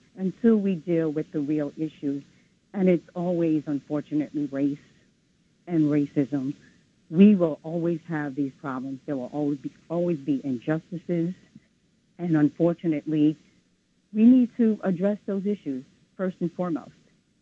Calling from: New York City, New York, United States; I'm calling in from Brooklyn, New York.

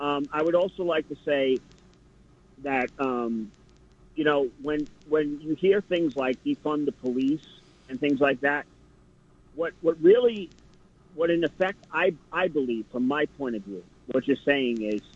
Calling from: New York, United States; from Rockaway.

